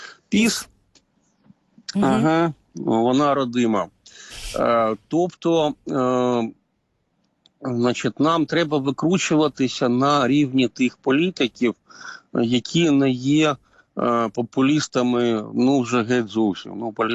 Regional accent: Kyiv, Ukraine; я киянин і надніпрянець.

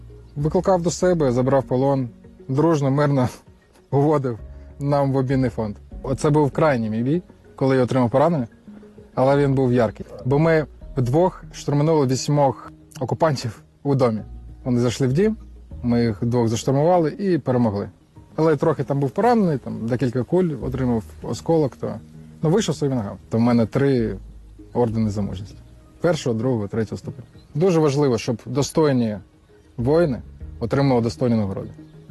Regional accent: Kyiv, Ukraine; first language Russian; Ukrainian is a second language; я сам киянин і почув в Києві вибухи 24 лютого.

